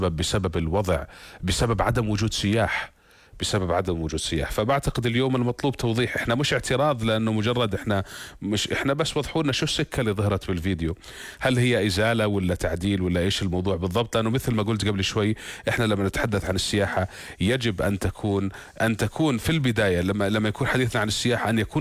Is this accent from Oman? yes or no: no; Jordan; احنا كأردنيين